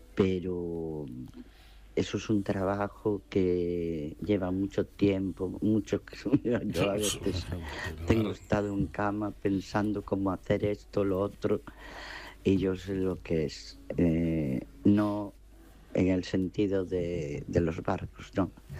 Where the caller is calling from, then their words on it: Ferrol, Galicia, Spain; de Ferrol